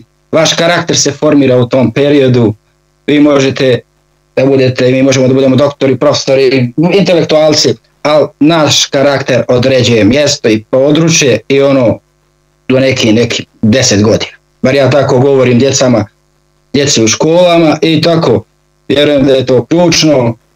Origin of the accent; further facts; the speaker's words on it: Šumadija and Western Serbia, Serbia; also born or lived in Sarajevo, Bosnia and Herzegovina; Rođen sam u Sandžaku, Tutinska opština, moji su porijeklom iz Bijelog Polja